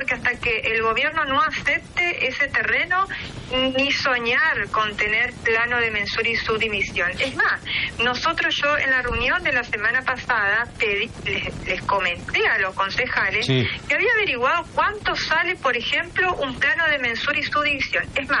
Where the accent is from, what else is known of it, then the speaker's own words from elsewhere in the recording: Vera, Santa Fe, Argentina; Yo soy de Vera, ajá, ni siquiera soy de Reconquista.